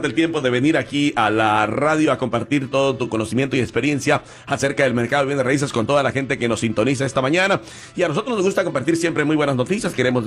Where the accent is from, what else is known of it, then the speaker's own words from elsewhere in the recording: San Luis Río Colorado, Sonora, Mexico; moved away; yo soy originario de San Luis Río Colorado, y eventualmente con el tiempo pues tengo planeado irme a vivir mis años de retiro allá.